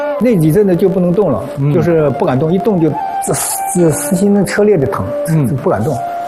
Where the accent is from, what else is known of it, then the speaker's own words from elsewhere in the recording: Gansu, China; moved away as an adult; now in Beijing, China; 我这是85年就是在我是甘肃的，还不是这儿的，